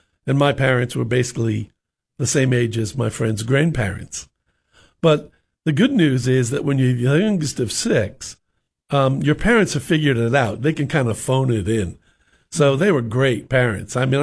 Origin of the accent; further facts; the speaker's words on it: New York, United States; I grew up in New York, and I was the youngest of six children.